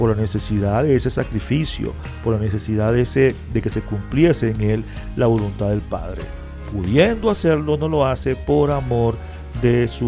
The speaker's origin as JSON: {"language": "Spanish", "country": "Venezuela"}